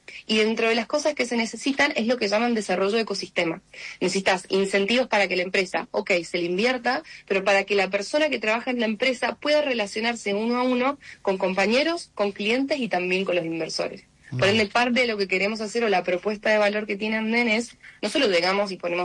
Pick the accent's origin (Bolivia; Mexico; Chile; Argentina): Argentina; Mendoza; soy mujer, soy mendocina, soy abogada, también soy emprendedora